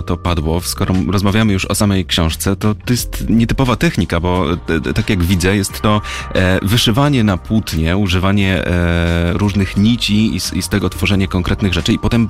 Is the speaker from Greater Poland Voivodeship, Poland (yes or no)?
no; Bielsk Podlaski, Podlaskie Voivodeship, Poland; Jesteśmy nawet z tego samego miasta, z Bielska Podlaskiego.